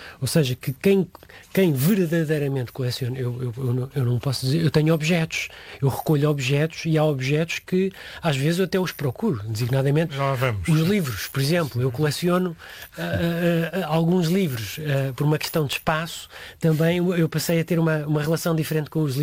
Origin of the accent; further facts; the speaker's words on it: Queluz, Lisbon, Portugal; also born or lived in Tomar / Margem Sul / Brunei; now in Viseu, Portugal; Eu nasci em Tomar, fiz a minha infância e juventude na zona de Queluz, depois fiz a minha idade de jovem adulto na Margem Sul, depois mudei-me para a zona de Lisboa Norte e depois mudei-me para o Brunei e depois do Brunei regressei para Viseu